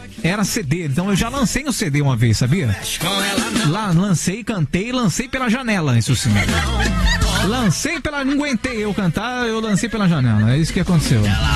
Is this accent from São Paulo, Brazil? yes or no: yes; Sorocaba, São Paulo, Brazil; Mas eu vou convidar os caras que já estão lá, já estão na minha terra lá mesmo. Ó... O Murilo, tá em Sorocaba.